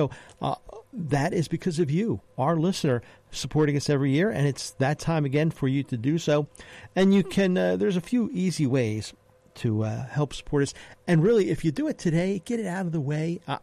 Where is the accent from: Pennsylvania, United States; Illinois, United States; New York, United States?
Pennsylvania, United States; Abington; I grew up in Abington